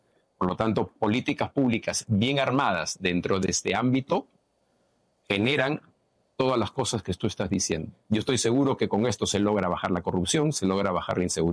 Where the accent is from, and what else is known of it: Peru